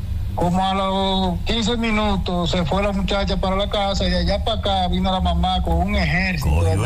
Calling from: Andorra; Mira, yo estoy llamando desde Andorra. Este país queda entre medio de España y Francia.

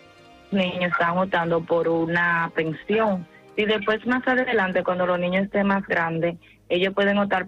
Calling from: Santo Domingo, Distrito Nacional, Dominican Republic; Desde Santo Domingo.

